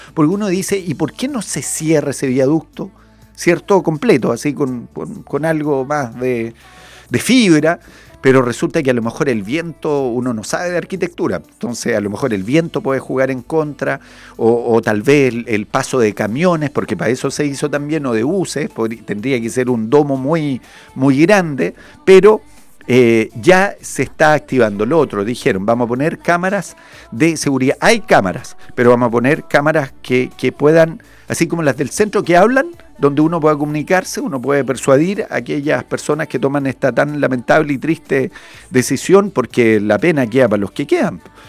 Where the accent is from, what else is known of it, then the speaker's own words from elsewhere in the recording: Chile; no podemos como chilenos permitir cosas tan, tan burdas